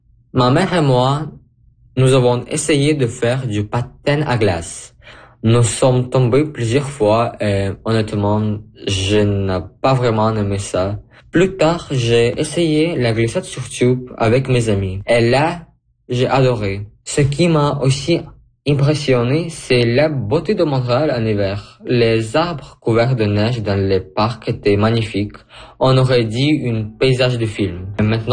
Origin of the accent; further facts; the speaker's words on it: Ukraine; now in Canada; je viens de l'Ukraine. Quand je suis arrivé, je n'étais pas vraiment prêt pour l'hiver canadien.